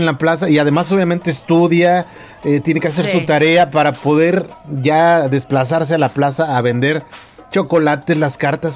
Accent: Mexico

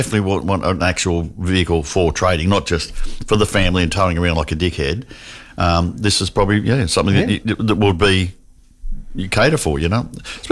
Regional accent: Australia; being Australian

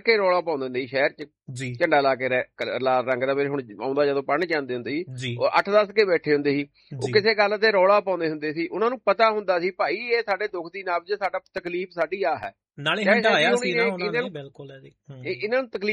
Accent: Punjab, India; ਮੈਂ ਪੰਜਾਬੀ ਹਾਂ

